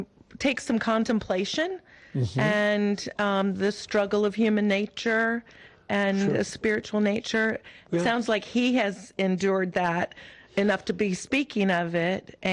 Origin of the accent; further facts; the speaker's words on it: Auburn, Alabama, United States; From Auburn, Alabama.